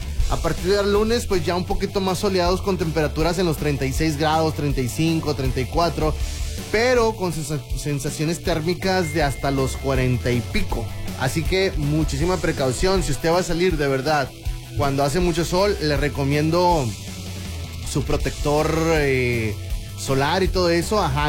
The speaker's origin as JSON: {"language": "Spanish", "country": "Mexico", "said": "Como buen mexicano, el taco se respeta."}